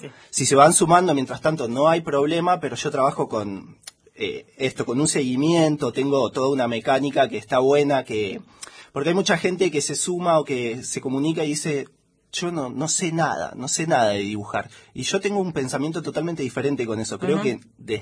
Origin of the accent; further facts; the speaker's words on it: Santa Rosa, La Pampa, Argentina; born there; moved away; yo nací en La Pampa, en Santa Rosa.